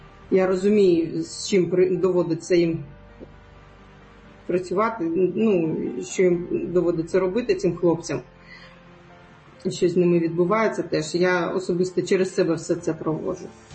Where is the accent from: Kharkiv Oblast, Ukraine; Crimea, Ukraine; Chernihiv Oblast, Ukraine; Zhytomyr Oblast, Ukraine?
Crimea, Ukraine; Я кримська татарка, ми мусульмані всі.